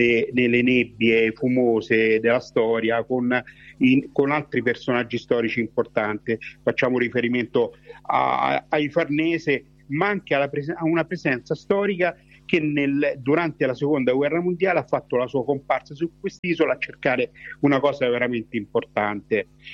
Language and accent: Italian; Marta, Lazio, Italy; del mio paese, di Marta